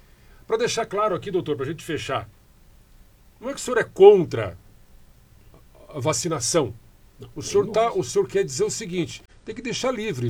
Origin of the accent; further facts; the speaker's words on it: Castro, Paraná, Brazil; lá na minha cidade de Castro.